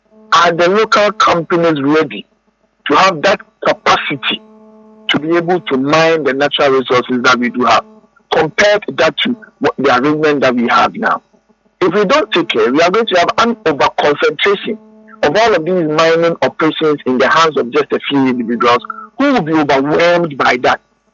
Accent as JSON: {"language": "English", "country": "Ghana", "said": "we are all Ghanaian."}